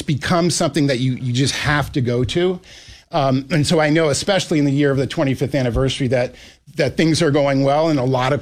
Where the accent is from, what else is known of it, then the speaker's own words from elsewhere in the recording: New York, United States; And, you know, as a New Yorker, it was devastating.